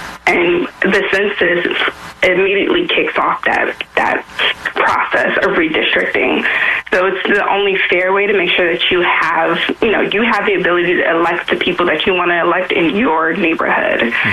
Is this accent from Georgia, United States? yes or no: no; New York City, New York, United States; I'm from Brooklyn